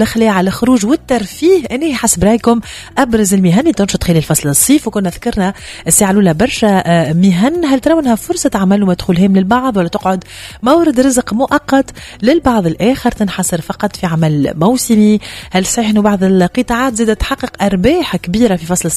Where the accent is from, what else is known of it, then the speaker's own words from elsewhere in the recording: Tunisia; كما نقولوا بالتونسي